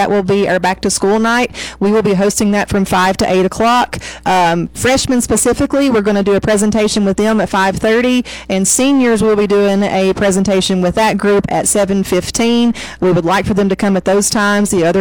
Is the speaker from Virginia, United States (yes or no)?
yes; Lee County, Virginia, United States; moved away; Oh, I'm not from here originally. I am from Lee County, Virginia, and I was a principal and in central office there as well.